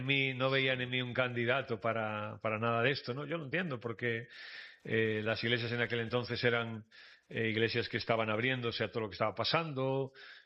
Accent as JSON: {"language": "Spanish", "town": "Vigo", "region": "Galicia", "country": "Spain", "tie": "born or raised there", "said": "yo nací allí en España, ¿no? En España, y en una ciudad que se llama Vigo. Y el barrio donde nosotros crecimos, ¿no? Nosotros éramos cinco hermanos."}